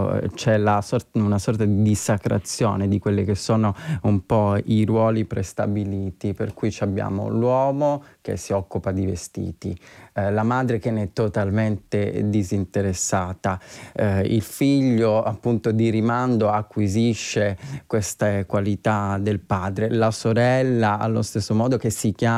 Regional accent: Southern Italy, Italy; born there; now in Rome, Italy; il mio paese si forma quando ad un certo punto iniziano a lavorare in minatoria le miniere di zolfo lì vicino, quindi comunque stiamo parlando di un paese che è stato abitato da minatori, quindi ha una tradizione di quel tipo, non ha una tradizione borghese

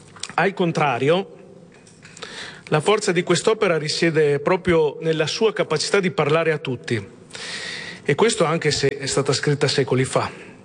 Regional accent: Verona, Veneto, Italy; noi siamo molto legati come veronesi.

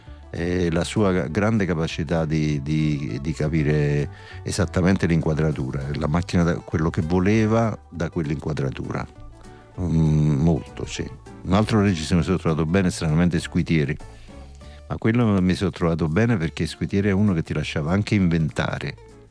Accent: Naples, Campania, Italy; Io qui sono napoletano, figurati.

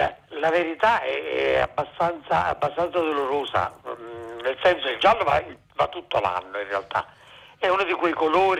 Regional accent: Naples, Campania, Italy; napoletano!

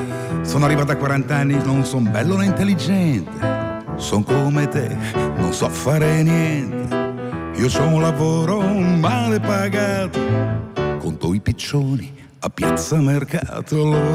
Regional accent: Genoa, Liguria, Italy; Non è vero, quello non è vero. Sono tirchi. No, io sono genovese.

